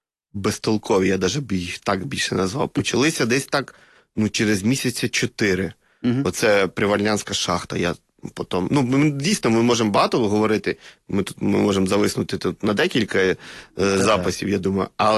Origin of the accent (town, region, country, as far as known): Luhansk Oblast, Ukraine